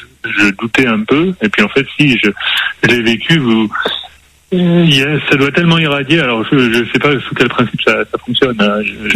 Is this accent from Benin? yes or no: no; Hauts-de-France, France; moved away